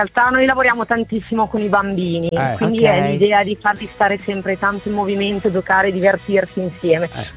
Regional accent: Milan, Lombardy, Italy; born there; moved away as an adult; now in Borgo San Giovanni, Italy; Sono di nata a Milano, trasferita

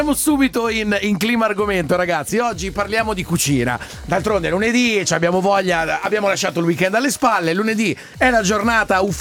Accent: Zelo Buon Persico, Lombardy, Italy; se il mio paese, che è Zelo Buon Persico, fosse in America, la roba che si avvicinerebbe di più sarebbe Zero Good Fish.

